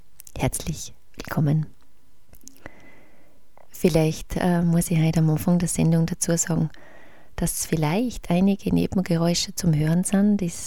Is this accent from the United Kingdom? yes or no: no; Austria; Ich habe dann sonst, wie ich es gewohnt bin, aus Österreich einfach im Frühling gesetzt